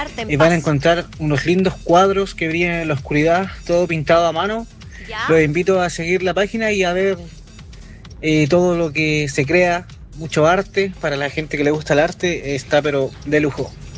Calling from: Temuco, Araucanía, Chile; Les hablo desde Temuco.

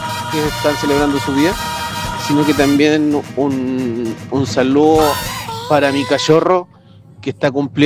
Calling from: Padre Las Casas, Araucanía, Chile; Muy buenos días con … de acá de Padre Las Casas.

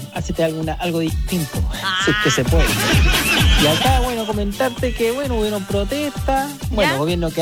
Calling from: Valparaíso, Chile; Así somos de Valparaíso.

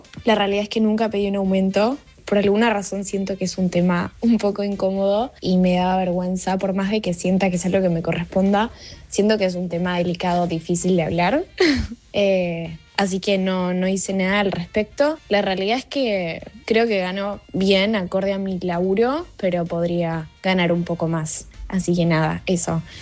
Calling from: Buenos Aires, Argentina; de Palermo.

